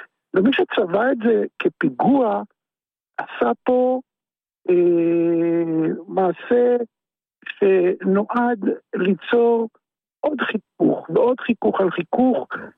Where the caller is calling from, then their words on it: Sharon, Israel; אני מאזור השרון.